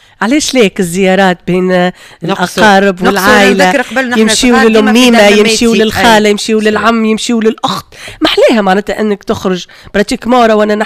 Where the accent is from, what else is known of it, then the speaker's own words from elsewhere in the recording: Tunisia; عندنا في تونس عندنا لي بيكنيك في الطبيعة.